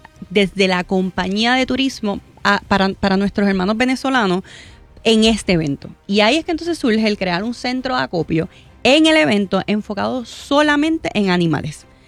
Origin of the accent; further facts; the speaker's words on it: Puerto Rico; nos caracteriza a nosotros como puertorriqueños.